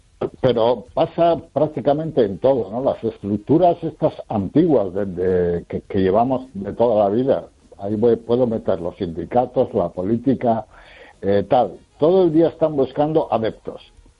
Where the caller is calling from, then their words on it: A Coruña, Galicia, Spain; De La Coruña.